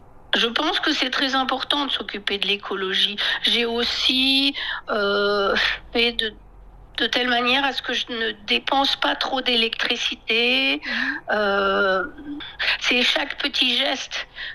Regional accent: France

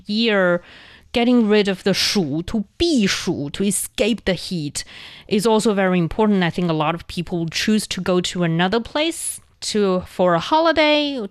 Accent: Inner Mongolia, China; now in Beijing, China; I remember growing up in Inner Mongolia, the highest temperature I experienced would be like 35 degrees.

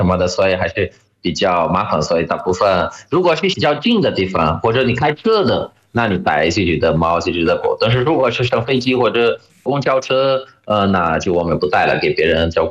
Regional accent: Brazil; Chinese is a second language; now in China; 我是来自巴西

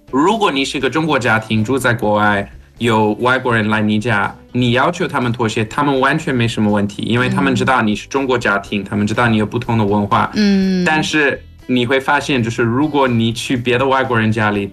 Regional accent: Johannesburg, Gauteng, South Africa; 我是在约翰内斯堡长大，然后我们一般就是在家里不穿鞋，或者如果我们在什么草地上面就不穿鞋。

